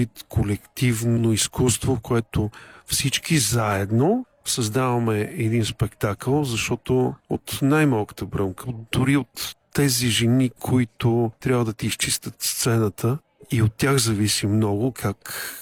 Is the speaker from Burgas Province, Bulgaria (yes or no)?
no; Lovech, Lovech Province, Bulgaria; born or raised there